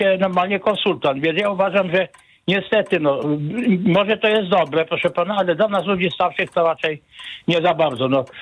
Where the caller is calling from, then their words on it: Radomsko, Łódź Voivodeship, Poland; ja dzwonię z Radomska.